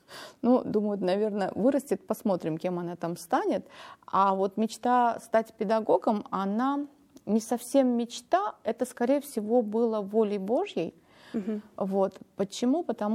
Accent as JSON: {"language": "Russian", "country": "Armenia", "tie": "born or raised there", "said": "Если начать с самых-самых истоков, то я родилась в Армении. Я по национальности армянка, у меня армянские корни. Вот. Родилась и выросла там, и даже вышла замуж там."}